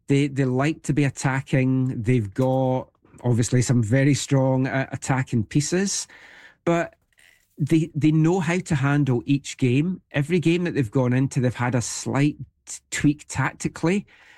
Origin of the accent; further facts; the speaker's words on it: Scotland, United Kingdom; Even as a Scot, I have to give a lot of credit to them.